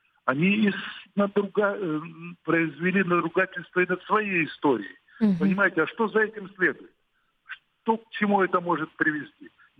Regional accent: Sevastopol, Ukraine; Вот я, коренной севастополец, испытываю то чувство надругательства над моей святыней, которые никому нет прощения.

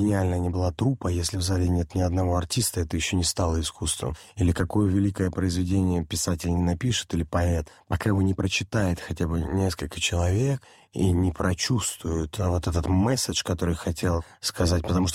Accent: Moscow, Russia; как я вырос в Москве, на Бабушкинской

